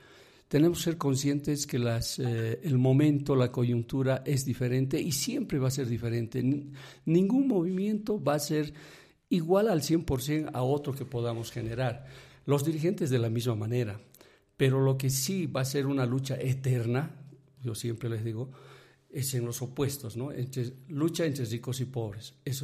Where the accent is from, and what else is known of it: Bolivia